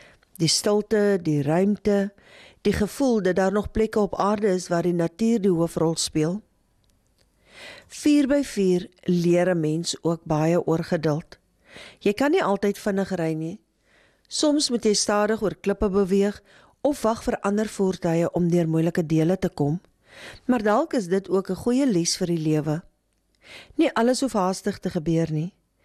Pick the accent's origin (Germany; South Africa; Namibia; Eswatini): Namibia; En vir ons as Namibiërs is dit 'n herinnering aan hoe ongelooflik